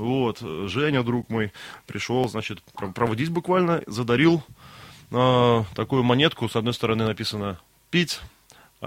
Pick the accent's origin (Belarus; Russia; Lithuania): Belarus; Mogilev, Mogilev Region; Я из Могилева. Это такой город в Беларуси.